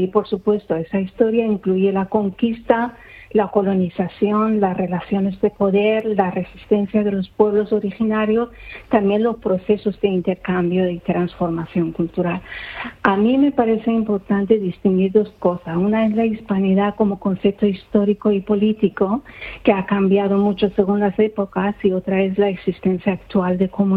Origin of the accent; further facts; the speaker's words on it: Spain; Y tú antes decías que yo como español pues tengo un punto de vista, digamos, más a favor de lo que hizo España ahí, ¿no?